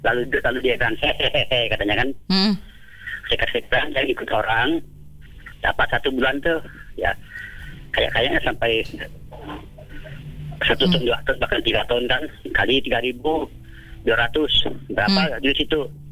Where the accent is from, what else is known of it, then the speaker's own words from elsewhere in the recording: Kalimantan, Indonesia; di kami di Kalimantan ini